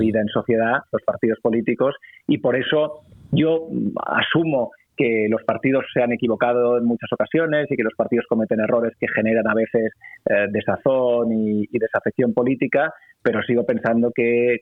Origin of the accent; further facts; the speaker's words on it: Catalonia, Spain; Yo soy catalán y en mi tierra, la unidad de mi país, de España, ha estado durante muchos años y sigue estando, de hecho, en entredicho